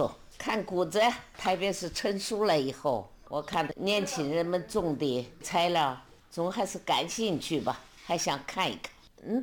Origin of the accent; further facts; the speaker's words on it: Henan, China; now in Shanxi, China; 因为我们老家种水稻的地方，我们在淮河边上嘛。